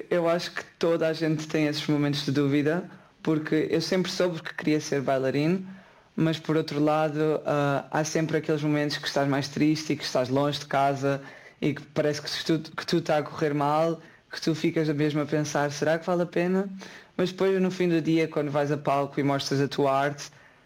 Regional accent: Portugal; now in Estonia

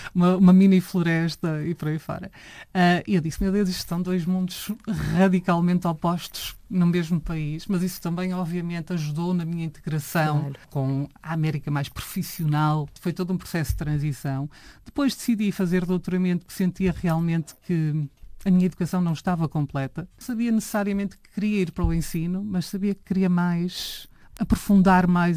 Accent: Felgueiras, Norte, Portugal; moved away; Eu cresci no Norte, não é? Em Felgueiras. Gosto muito da minha cidade

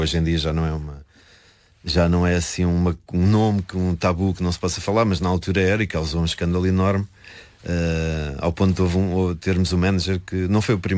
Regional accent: Sacavém, Lisbon, Portugal; also born or lived in Bucelas; eu nasci em Sacavém. Eu nasci em Bucelas, Conselho de Loures, e fui muito pequeno, tipo 3 anos, okay, para Sacavém.

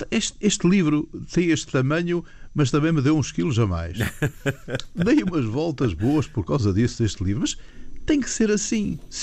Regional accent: Madeira, Portugal; born there; as minhas raízes, eu nasci na Madeira por um mero acaso. A minha mãe era inglesa, tem nada a ver com esta coisa, com esta zona. O meu pai é do Douro

